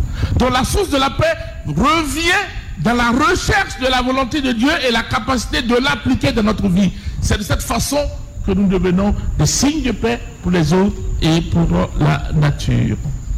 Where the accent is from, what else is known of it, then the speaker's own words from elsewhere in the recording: Côte d’Ivoire; Chez nous en Côte d'Ivoire